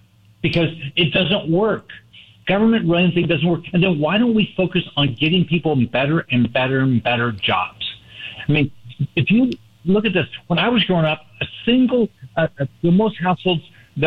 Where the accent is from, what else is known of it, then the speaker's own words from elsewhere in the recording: Midwest, United States; well, I grew up in the Midwest.